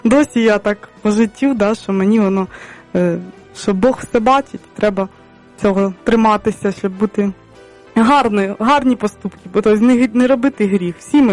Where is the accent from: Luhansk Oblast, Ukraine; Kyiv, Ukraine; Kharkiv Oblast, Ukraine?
Kyiv, Ukraine; born there; Я народилася в Києві, в християнській сім'ї. Вдячна Богу, що в мене батьки християни